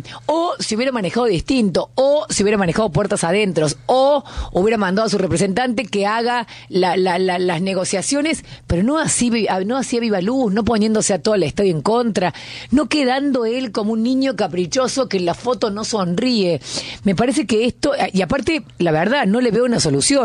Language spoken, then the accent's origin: Spanish; Argentina; Él se equivocó con todo el dolor que nos lleva a nosotros como argentinos